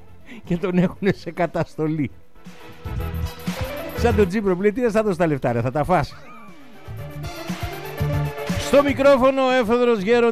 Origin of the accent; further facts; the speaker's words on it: Nafpaktos, West Greece, Greece; born there; now in Patras, Greece; στην Αύπακτο, το επαναλαμβάνω, στη γενέτηρά μου, την αρχόντισσα του Κορινθιακού, την πανέμορφη